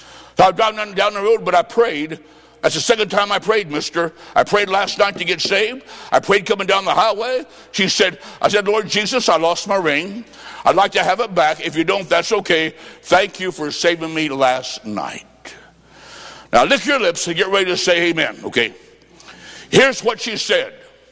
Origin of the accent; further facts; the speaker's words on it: Illinois, United States; I said, "Mine, I'm from Illinois. Back there is 20 below. Thank you for sharing your weather."